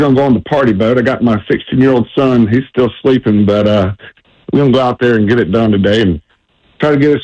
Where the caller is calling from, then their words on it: Panama City Beach, Florida, United States; I am calling from Panama City Beach this morning.